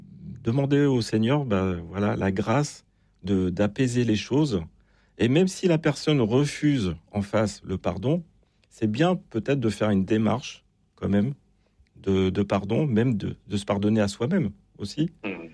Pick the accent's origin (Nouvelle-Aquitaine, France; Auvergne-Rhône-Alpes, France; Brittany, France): Brittany, France; Je suis breton.